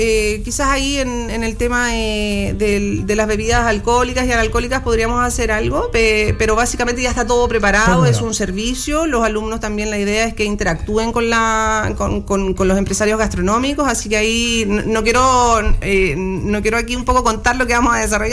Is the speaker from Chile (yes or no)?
yes; Chiloé, Los Lagos, Chile; now in Los Ángeles, Chile; Yo no soy de Los Ángeles, yo soy chilota. Me casé con un angelino